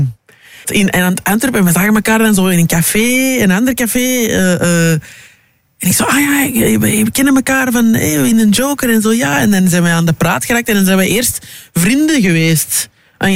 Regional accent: DR Congo; Ja, ik ben een Congolees en Belgisch, dus zo, als je Congolees bent, je kunt niet klein trouwen.

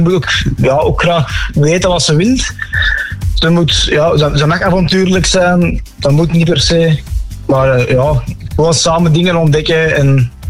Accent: Koningshooikt, Flanders, Belgium; Ik ben zelf een Koningshoek afkomstig.

